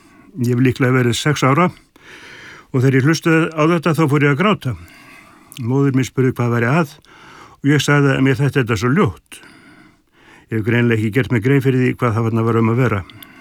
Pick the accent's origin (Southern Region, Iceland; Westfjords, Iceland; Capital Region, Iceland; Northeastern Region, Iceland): Northeastern Region, Iceland; Mývatnssveit; Ég ólst upp í Mývasveit. Tónlistar áreitið þar var annars vegar úr ríkisútvarpinu og hins vegar var þetta heimatilbúin tónlist því að við áttum engin hljómflutningstæki.